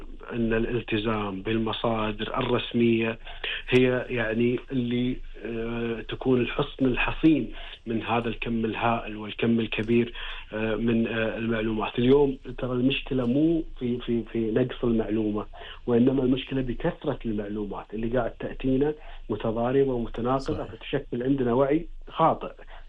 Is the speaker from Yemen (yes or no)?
no; Kuwait; سردية خاصة فينا ككويتيين،